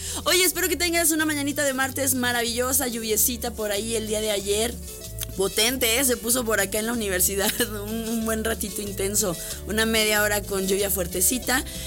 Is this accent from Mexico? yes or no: yes; Mexico; a celebrar que somos mexicanos libres